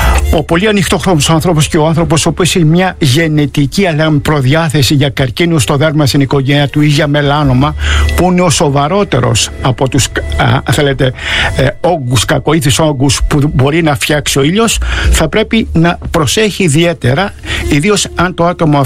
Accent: Piraeus, Attica, Greece; Είμαι Πειραιώτης γέννημα θρέμμα.

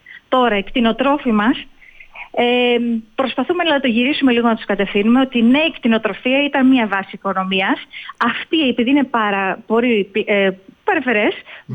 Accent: Peloponnese, Greece; now in Argos, Greece; Απλώς έχω καταγωγή από το γέρμα.

